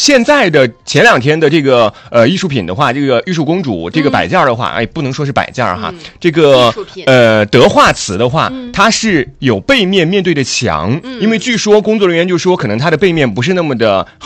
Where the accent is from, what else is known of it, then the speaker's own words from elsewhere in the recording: Sichuan, China; now in Haikou, China; 我老家四川那边